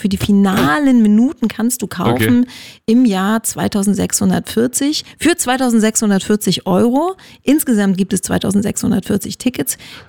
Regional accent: Halberstadt, Saxony-Anhalt, Germany; Allererster Linie ich komme aus Halberstadt

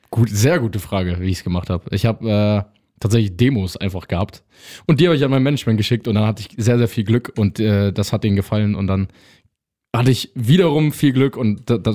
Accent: Trier, Rhineland-Palatinate, Germany; Ich bin ja aus Trier.

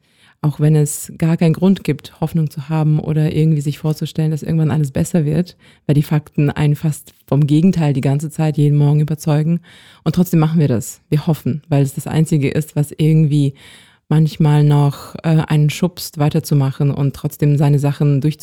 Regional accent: Kyiv Oblast, Ukraine; eigentlich um die Geister von den Wäldern und Sümpfen aus dem Norden der Ukraine, aus der Region von Kiew, wo ich aufgewachsen bin.

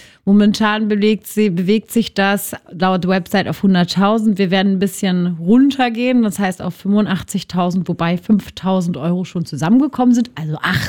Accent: Berlin, Germany; Ich bin selbst in Marzahn groß geworden in den 90ern.

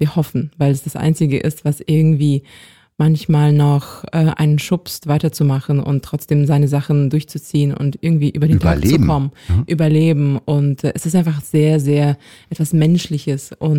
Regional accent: Kyiv Oblast, Ukraine; eigentlich um die Geister von den Wäldern und Sümpfen aus dem Norden der Ukraine, aus der Region von Kiew, wo ich aufgewachsen bin.

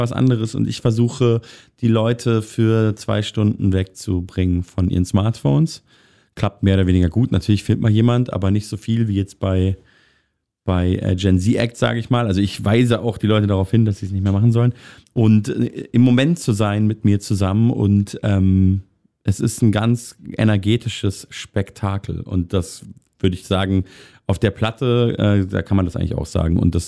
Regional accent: Munich, Bavaria, Germany; moved away as an adult; now in Berlin, Germany; ich komme ja aus München. Ich wohne jetzt, wie lange wohne ich in Berlin? Gute 10 Jahre so langsam.

